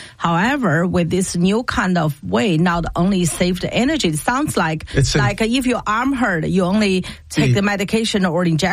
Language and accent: English; Tianjin, China; I grew up in China, okay? U.S. may be different. I remember in 1984, 85, right? That time, there was quite a few five-star hotels built in Tianjin where I grew up, right?